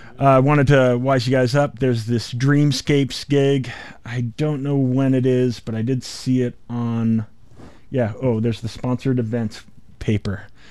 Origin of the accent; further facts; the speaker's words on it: the Bay Area, California, United States; I grew up in the Bay Area, like Corinne